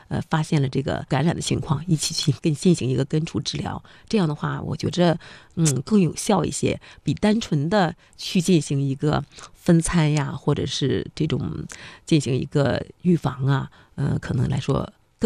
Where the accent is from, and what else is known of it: China